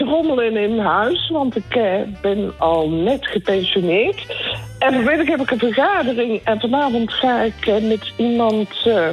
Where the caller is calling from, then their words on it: Oosterhout, North Brabant, Netherlands; Uit Oosterhout.